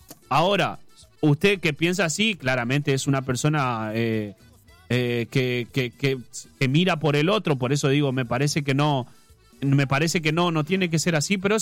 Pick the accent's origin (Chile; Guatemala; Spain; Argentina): Argentina; Para los argentinos sigue todo igual, porque es nuestra salud, es la salud de nuestro país.